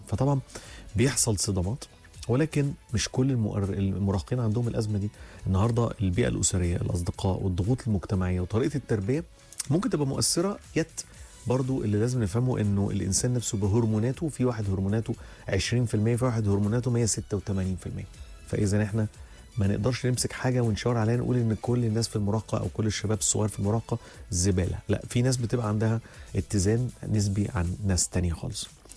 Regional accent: Egypt; هيضحكوا جامد على حالنا مش كمصريين

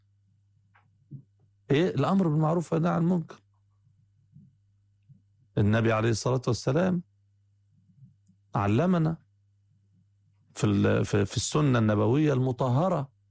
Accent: Egypt; أنا مصري وإنت مصري وأبويا مصري وأبوك مصري، مصريين الحمد لله.

